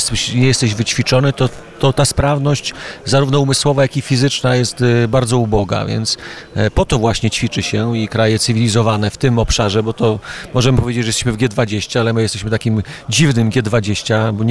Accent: Suwałki, Podlaskie Voivodeship, Poland; z uwagi na to, że jestem z Suwałk, to w Suwałkach czy też pod Suwałkami

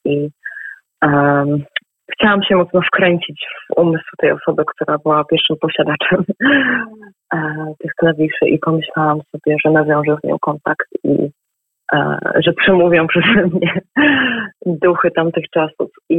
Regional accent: Pomeranian Voivodeship, Poland

